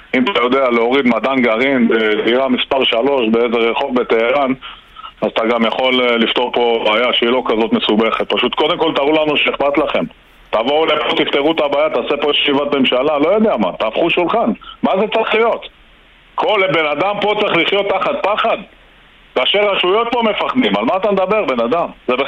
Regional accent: Metula, Northern District, Israel; אני גדלתי במטולה כל החיים שלי.

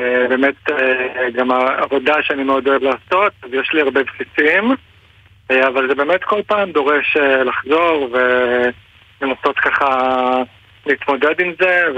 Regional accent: Revivim, Southern District, Israel; now in Nahariya, Israel; בדיוק עברתי לנהריה. אני נולדתי וגדלתי בקיבוץ רביבים.

